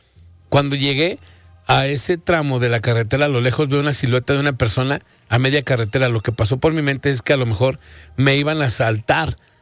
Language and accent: Spanish; Celaya, Guanajuato, Mexico; now in Guadalajara, Mexico; yo soy de Celaya, Guanajuato. Y por esta empresa llegué a Guadalajara a trabajar.